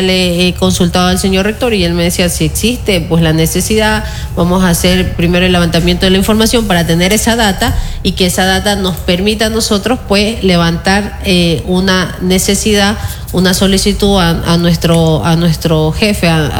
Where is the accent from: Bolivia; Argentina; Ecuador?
Ecuador; now in Santo Domingo, Ecuador; cómo somos los ecuatorianos, ¿no? Somos gentiles, somos amigueros, somos hospitalarios